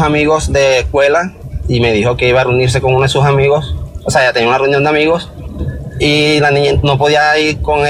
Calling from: Caribbean coast, Colombia; porque yo soy costeño, ella es paisa

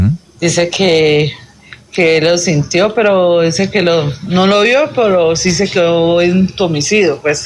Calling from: Rosas, Cauca, Colombia; De Rosas, Cauca

